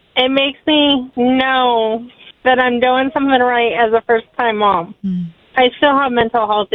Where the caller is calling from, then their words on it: Alaska, United States; I'm calling from Alaska.